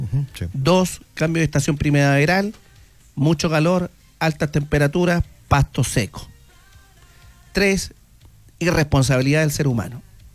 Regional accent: Linares, Maule, Chile; los chilenos y los linarenses somos bien nacidos

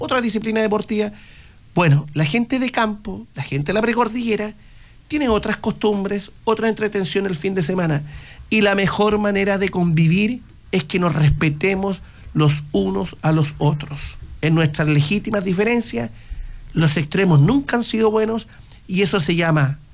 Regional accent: Chile; la envidia es nuestro peor capital como sociedad chilena, creo yo.

